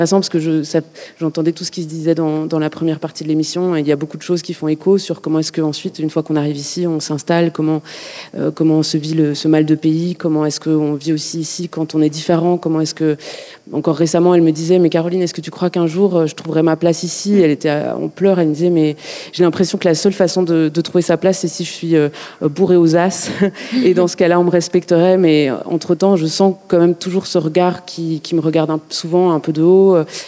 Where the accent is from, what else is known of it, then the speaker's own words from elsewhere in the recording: Brussels, Brussels-Capital Region, Belgium; je viens de pas très loin, je viens de Bruxelles, donc c'est 1h15 de train